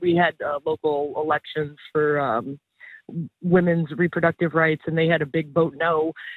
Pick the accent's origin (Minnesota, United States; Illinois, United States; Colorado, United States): Illinois, United States; Chicago; now in Vermont, United States; I am born and raised in Chicago, and I now live in a tiny town in Vermont. I'm a Catholic.